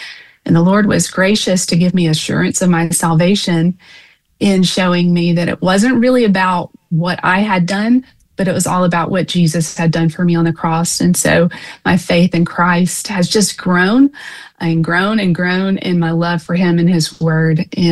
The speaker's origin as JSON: {"language": "English", "town": "Florence", "region": "Alabama", "country": "United States", "tie": "born or raised there", "also_born_or_lived": "Tuscumbia, Alabama", "moved": "as an adult", "lives_now": "Birmingham, United States", "said": "I am originally from Florence, Alabama, born and raised in Florence, and then lived across the river in Tuscumbia. So North Alabama girl. I currently reside with my husband in Birmingham, Alabama"}